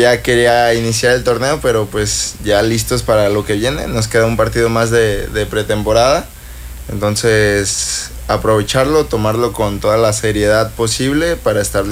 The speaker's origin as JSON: {"language": "Spanish", "town": "Guadalajara", "region": "Jalisco", "country": "Mexico", "tie": "born or raised there", "moved": "as an adult", "lives_now": "Cancún, Mexico", "said": "soy de Guadalajara."}